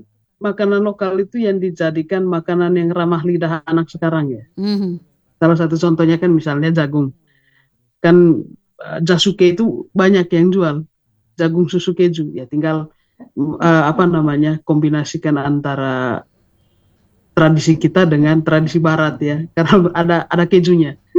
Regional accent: East Nusa Tenggara, Indonesia; ya memang ini makanan pokok kita orang NTT

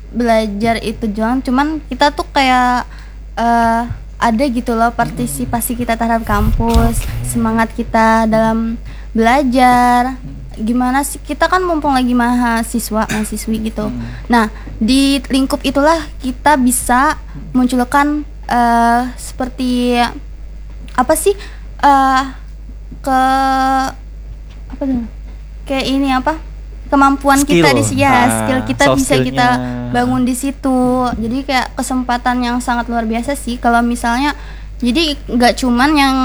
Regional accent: Banjarmasin, South Kalimantan, Indonesia; born there; now in Palangkaraya, Indonesia; Saya lahir di Banjarmasin, tempatnya di Daha Utara.

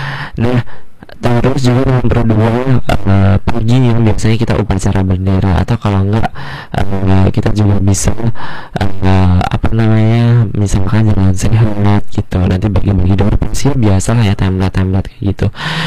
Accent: Surakarta, Central Java, Indonesia; karena kebetulan aku dari Solo, itu biasanya ada namanya malam tirakatan

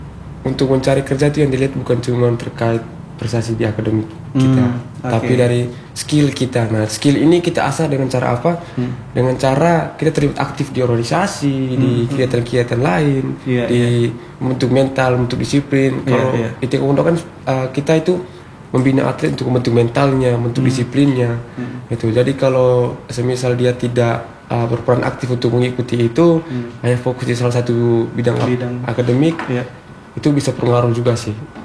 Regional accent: Labuan Bajo, East Nusa Tenggara, Indonesia; now in Surabaya, Indonesia

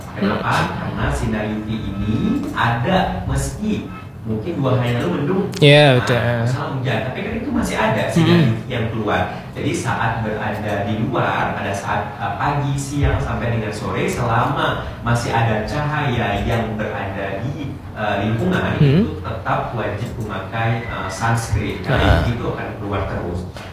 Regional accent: Indonesia; orang Asia, orang Indonesia khususnya, ataupun kita orang Asia, memang tone kulitnya agak lebih gelap secara genetik.

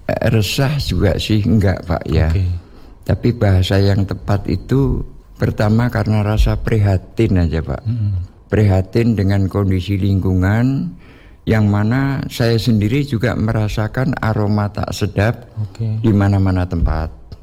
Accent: Tarakan, North Kalimantan, Indonesia; born there; also born or lived in Balikpapan / Bunyu; Saya lahir di Tarakan.

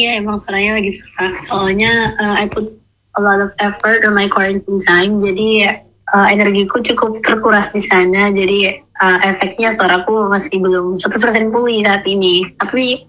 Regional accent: Ende, East Nusa Tenggara, Indonesia; selama aku tinggal di ND dari kecil sampai aku besar.

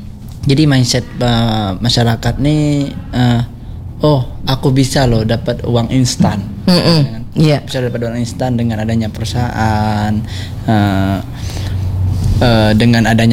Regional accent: Bangka Belitung Islands, Indonesia; kita orang Bangka

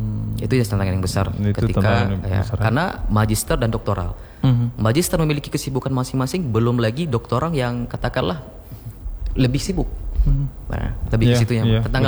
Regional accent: Aceh, Indonesia; Kita sebagai orang Aceh bang punya prinsip ketika berperang tidak ada senjata, dengan bambu pun jadi gitu kan.

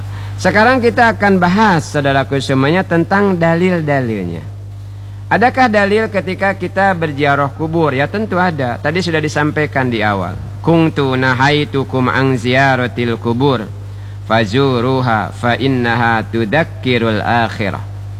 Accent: Bangka Belitung Islands, Indonesia; kata kita orang Bangka.

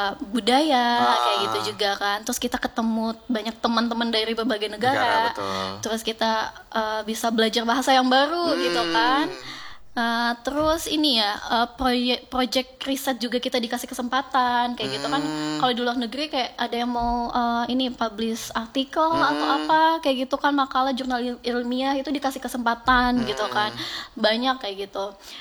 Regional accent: Padang, West Sumatra, Indonesia; Nah, di situ aku bawa tarian tari piring dari Padang, karena aku dari Padang ya.

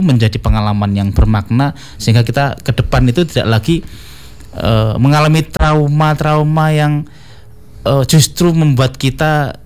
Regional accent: Madiun, East Java, Indonesia; saya asli orang Madiun.

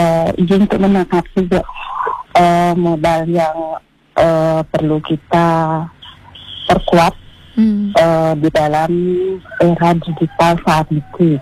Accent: Gianyar, Bali, Indonesia; Nah, kebetulan kita dari Gianyar.

